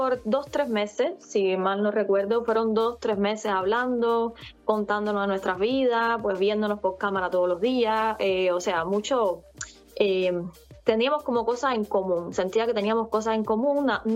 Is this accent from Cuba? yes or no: yes; Cuba; quizás le llamaba la atención mi acento, porque me hablaba mucho del acento, o sea, creo que sí, que él como que tenía ganas de conocer una cubana, como que siempre tuvo ese anhelo